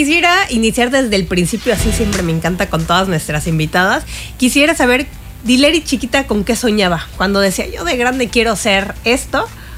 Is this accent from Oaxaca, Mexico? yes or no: no; Chetumal, Quintana Roo, Mexico; yo soy de Chetumal, de la capital de Quintana Roo